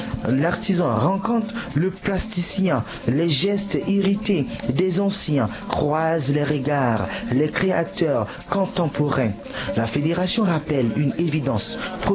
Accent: Central African Republic; chez moi en République centrafricaine

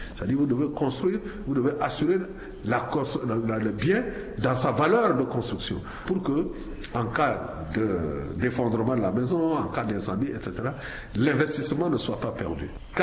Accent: Central African Republic; Chez nous, en Centrafrique

